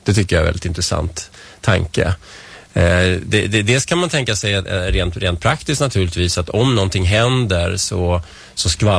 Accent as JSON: {"language": "Swedish", "town": "Vällingby", "region": "Stockholm County", "country": "Sweden", "also_born_or_lived": "Strängnäs", "lives_now": "Nacka, Sweden"}